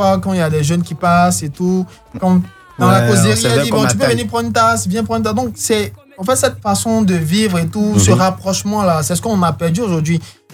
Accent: Abidjan, Côte d’Ivoire; born there; also born or lived in Bingerville; Moi, je suis né à Bobo, à Gbekwa. À Bobo, à Gbekwa, derrière le lycée. Oui, derrière le lycée Modène. Et après, je suis, juste après la crise, je me suis retrouvé à Benjaville, tout ça.

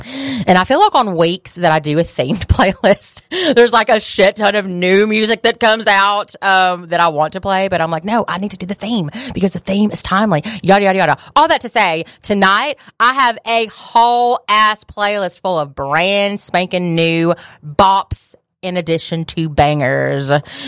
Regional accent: Alabama, United States; now in Birmingham, United States; I grew up in North Alabama

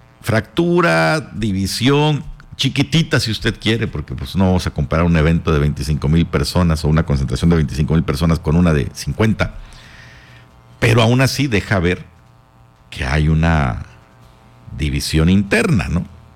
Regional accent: Chetumal, Quintana Roo, Mexico; para los que somos de Chetumal suena romántico

